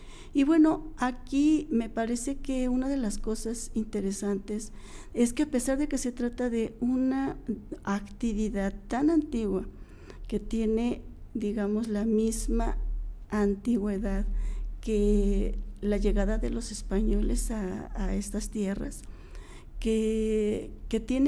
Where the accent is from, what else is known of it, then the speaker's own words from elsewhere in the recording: Mexico; lo que somos como mexicanos, como este grupo mestizo, que son la mayoría de la población